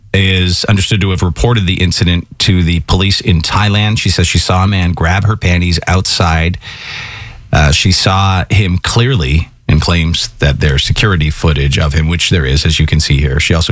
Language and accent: English; Ireland; moved away; growing up in Ireland